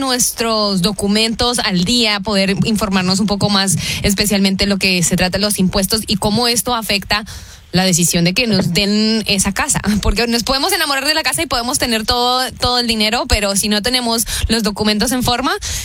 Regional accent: United States; personas como yo, que por ejemplo crecimos en los Estados Unidos

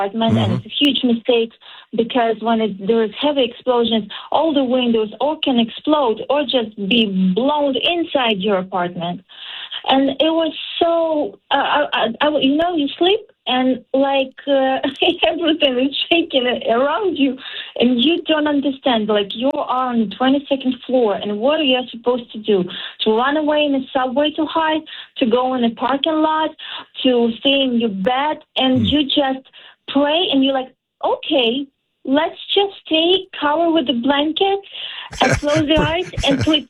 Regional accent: Kyiv, Ukraine; I was born and raised in Kyiv, and I feel blessed that I was born exactly in this country.

